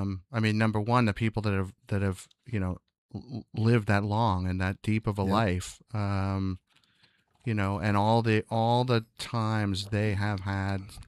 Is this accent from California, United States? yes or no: no; Pennsylvania, United States; moved away; also born or lived in Suffern, New York; So that's where I was born. But I ended up really growing up outside Philadelphia.